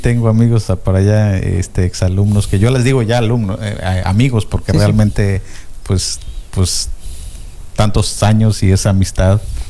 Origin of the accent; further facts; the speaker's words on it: Tlanchinol, Hidalgo, Mexico; Yo soy de Tlanchinol.